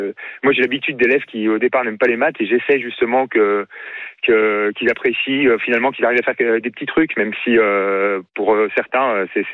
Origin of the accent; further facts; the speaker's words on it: Lyon, Auvergne-Rhône-Alpes, France; je suis lyonnais